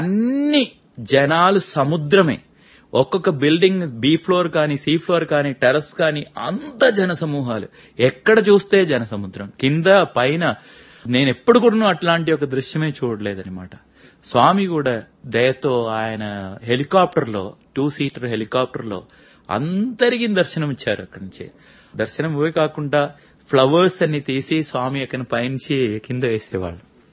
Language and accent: Telugu; Kerala, India; Telugu is a second language; moved away; నేను అప్పుడు బాల్వికాస్ లో చదువుతున్నాం మా ఊర్లో కేరళలో.